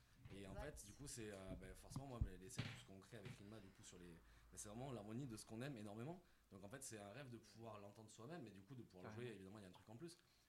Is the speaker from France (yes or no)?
yes; Perpignan, Occitanie, France; moved away as an adult; now in Toulouse, France; je suis de Perpignan à l'origine, je suis à Toulouse il y a à peu près 10 ans.